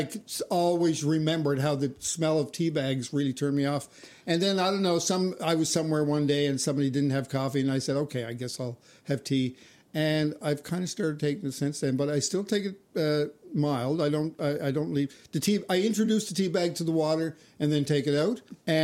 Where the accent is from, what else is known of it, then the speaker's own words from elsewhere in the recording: Mount Pearl, Newfoundland and Labrador, Canada; I have to say that my memories of growing up in Mount Pearl were pretty good.